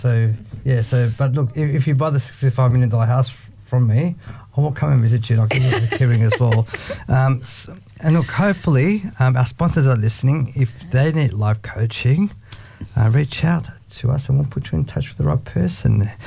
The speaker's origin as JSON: {"language": "English", "country": "Australia", "tie": "born or raised there", "said": "Well, like, even growing up in Australia, we used to have that."}